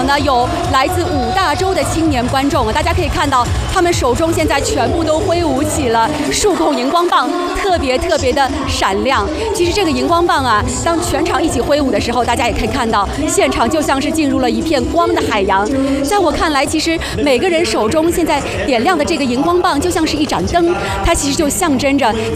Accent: China

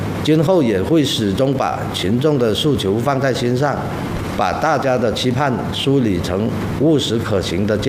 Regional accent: Haikou, Hainan, China; 我从小就生活在这片红土地上，对这里的一草一木、邻里乡亲都有着深厚的感情。

